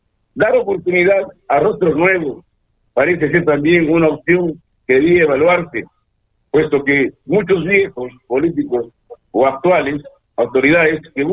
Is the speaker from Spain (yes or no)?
no; Arequipa, Peru